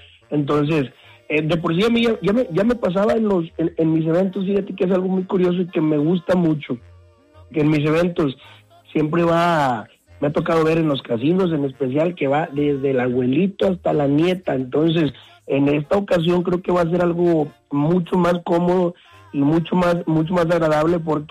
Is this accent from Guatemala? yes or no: no; Sinaloa, Mexico; born there; moved away; also born or lived in Michoacán; yo vivía en Sinaloa por la cuestión de que mi familia allá es, ¿no? La familia con la que yo crecí y de mi mamá, de allá son de Sinaloa. Yo soy nacido en Michoacán gracias a mi papá.